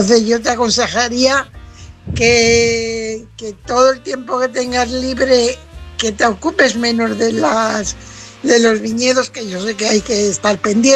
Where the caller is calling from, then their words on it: Fuenlabrada, Community of Madrid, Spain; corresponsal de Fuenlabrada.